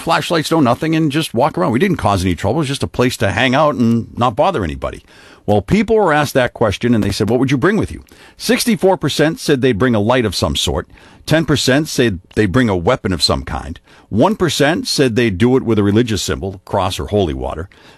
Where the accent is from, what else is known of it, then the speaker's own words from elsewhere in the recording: Boston, Massachusetts, United States; Now, full disclosure, where I grew up in Boston, there's a cemetery called Cedar Grove